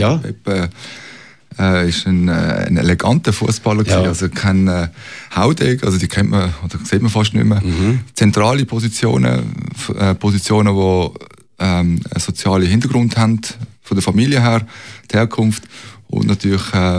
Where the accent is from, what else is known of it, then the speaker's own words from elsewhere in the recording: Basel, Basel-Stadt, Switzerland; Und für mich als Basler hat es nur den FCB gegeben